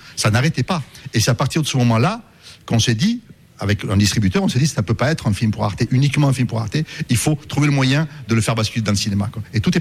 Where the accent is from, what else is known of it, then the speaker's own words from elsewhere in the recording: France; Mais moi, je suis français.